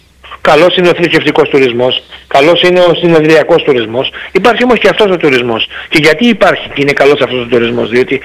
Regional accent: Greece; Και εμείς είμαστε μια χώρα μεσαίο μεγέθους, θα μπορούσα να πω, στα Βαλκάνια.

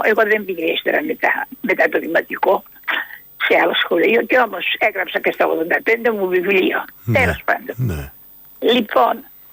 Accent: Chalcedon, Istanbul, Turkey; moved away as an adult

